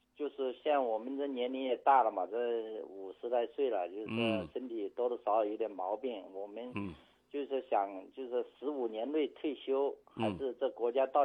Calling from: Fuzhou, Jiangxi, China; 这个抚州之西的。

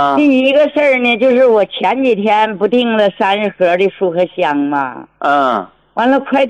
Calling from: Jilin, China; 我家是吉林的

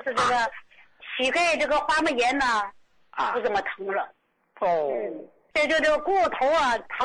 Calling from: Dalian, Liaoning, China; 哎呀，我可找到知心的人了。我是大连的。

